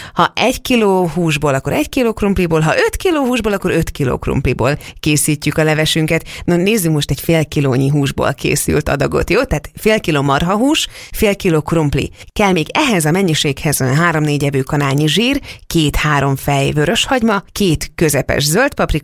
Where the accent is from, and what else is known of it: Hungary